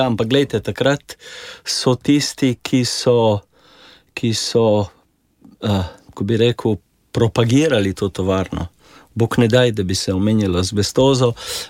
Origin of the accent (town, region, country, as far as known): Plave, Goriška, Slovenia; born or raised there; also born or lived in Šempeter pri Gorici / Tolmin